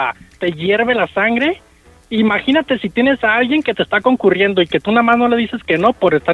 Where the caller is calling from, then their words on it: Guadalajara, Jalisco, Mexico; nosotros somos de acá de Guadalajara y estamos en Puerto Vallarta